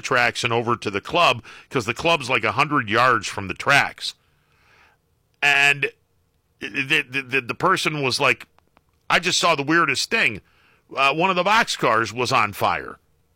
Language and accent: English; Leetonia, Ohio, United States; Yeah, it went through my hometown, and the boxcar was on fire in my hometown.